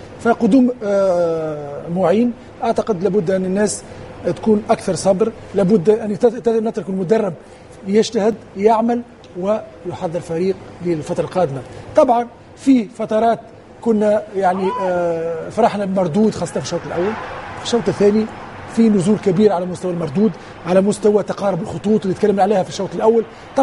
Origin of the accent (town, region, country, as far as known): Tunisia